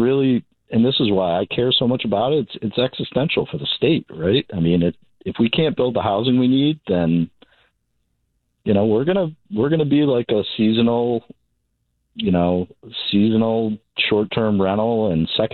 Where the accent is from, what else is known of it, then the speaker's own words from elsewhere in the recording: Narragansett, Rhode Island, United States; I'm from Narragansett. When I went to high school, you know, it was 126 kids.